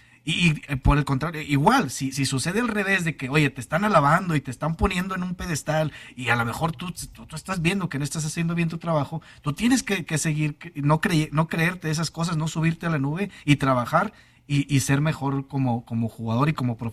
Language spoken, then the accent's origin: Spanish; Monterrey, Nuevo León, Mexico; Somos regiomontanos